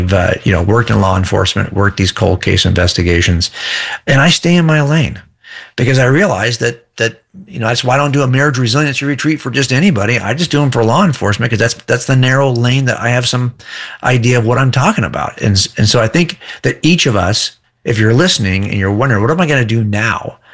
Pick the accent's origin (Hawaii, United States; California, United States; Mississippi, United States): California, United States; I don't know, but I am a Californian.